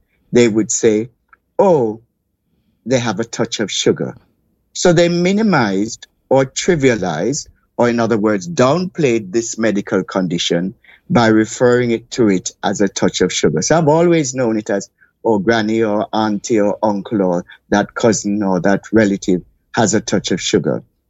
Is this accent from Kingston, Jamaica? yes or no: no; Saint Thomas, Jamaica; also born or lived in Carshalton, Surrey, United Kingdom; now in United Kingdom; I was 6 years old at the time, and we left here and went to Jamaica, and I grew up in the parish of St. Thomas, which is the eastern section of the island.